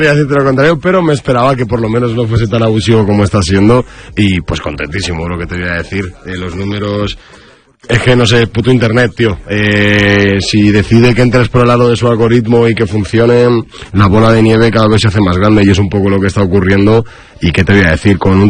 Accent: Madrid, Community of Madrid, Spain; yo soy de Carabanchel y vivo en la lucha hace ya 7 años, 6, con la tontería.

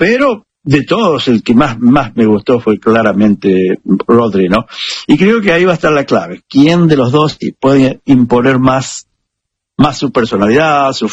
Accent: Argentina; somos argentinos, nos gusta complicar las cosas permanentemente

